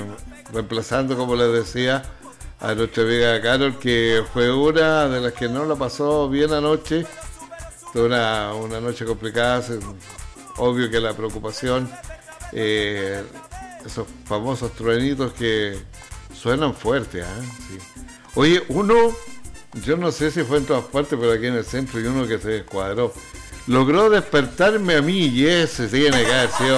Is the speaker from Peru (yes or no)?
no; Chile